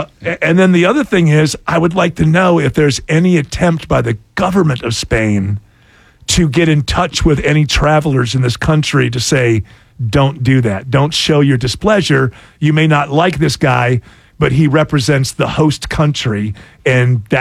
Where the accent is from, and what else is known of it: United States